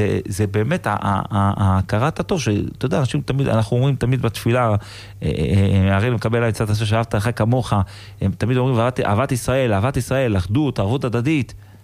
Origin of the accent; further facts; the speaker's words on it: Gaza Strip, Palestine; אני גדלתי שם, לא רק בגוש קטיף, כאילו, הייתי אז ילד, וחיינו את זה, חיינו את התקופה הזאת, של גוש קטיף